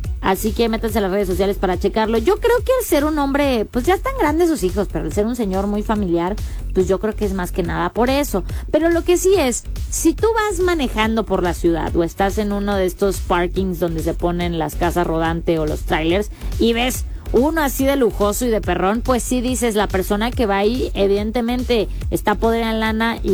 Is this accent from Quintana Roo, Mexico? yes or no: yes; Cancún, Quintana Roo, Mexico; Yo soy de Cancún y en Cancún hay un Hard Rock